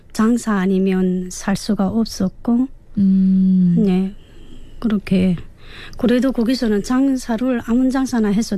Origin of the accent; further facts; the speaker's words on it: South Hamgyong, North Korea; now in South Korea; 남한정착 8개월 차 함경남도에서 온